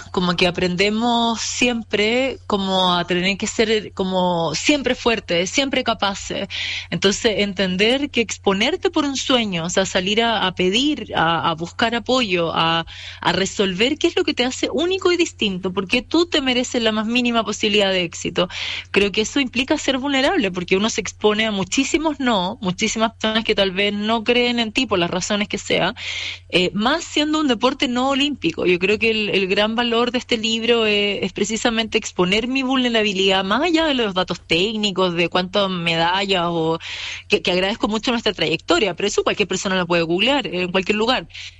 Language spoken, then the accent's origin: Spanish; Chile